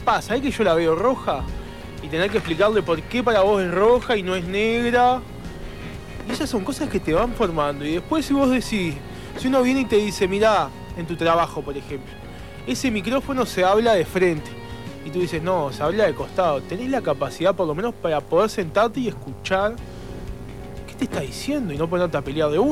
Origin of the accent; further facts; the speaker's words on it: Uruguay; esa tranquilidad y esa educación que nos caracterizaba como uruguayos.